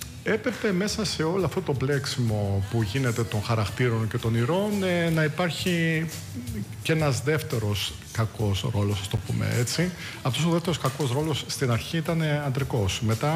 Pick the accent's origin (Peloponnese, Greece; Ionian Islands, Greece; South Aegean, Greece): South Aegean, Greece; Rhodes; born there; also born or lived in Heraklion, Crete / Moires, Crete / Tilos (family origin); Εγώ και οι αδερφές μου γεννηθήκαμε στο Ηράκλειο και... γιατί οι γονείς μου ήταν κάτω 16 χρόνια καθηγητές. Εγώ μεγάλωσα μέχρι τα 8 μου στις Μοίρες. Και ήρθαμε όταν επιτέλους καταφέρανε και πήρανε μετάθεση για τη Ρόδο.